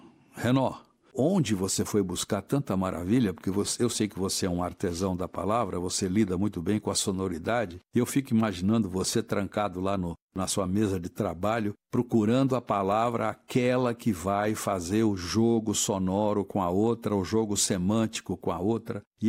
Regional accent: Guaratinguetá, São Paulo, Brazil; born there; Meu vizinho, eu nasci em Guaratinguetá. Somos vizinhos de natalidade.

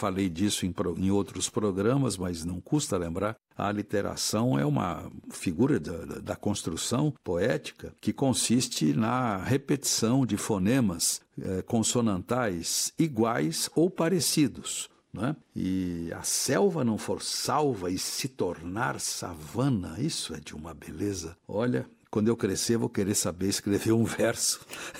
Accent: Guaratinguetá, São Paulo, Brazil; born there; Meu vizinho, eu nasci em Guaratinguetá. Somos vizinhos de natalidade.

